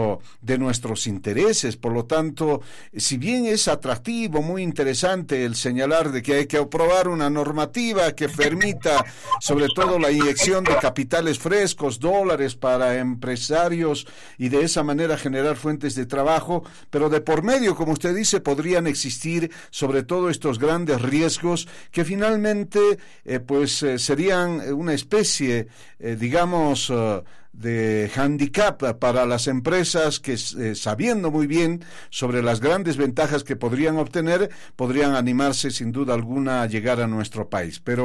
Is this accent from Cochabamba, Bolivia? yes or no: no; Potosí, Bolivia; Y los potosinos ya sabemos sobre los riesgos de estos arbitrajes.